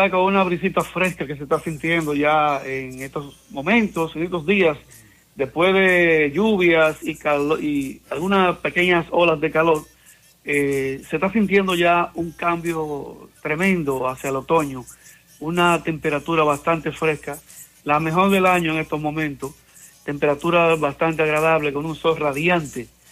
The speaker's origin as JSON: {"language": "Spanish", "country": "Dominican Republic", "moved": "yes", "lives_now": "United States", "said": "como buen dominicano, aquí la mayoría lo pasamos trabajando."}